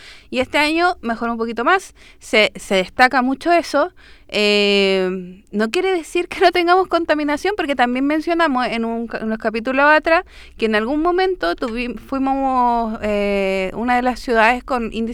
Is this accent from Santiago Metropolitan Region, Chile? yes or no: yes; San Bernardo, Santiago Metropolitan Region, Chile; con lo que está pasando el alcalde de San Bernardo, que yo soy de allá, tú sabes que yo soy vecina de San Bernardo.